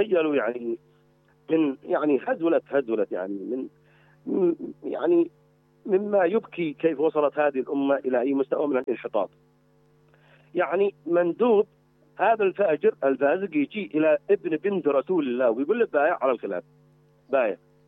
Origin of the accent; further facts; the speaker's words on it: Yemen; إحنا كشعب يمني يمن الإيمان والحكمة